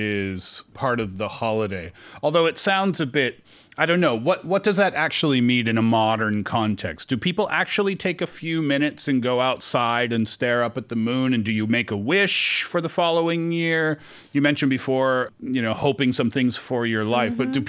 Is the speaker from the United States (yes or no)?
no; Canada; They look like ice hockey pucks to me, probably because I'm Canadian.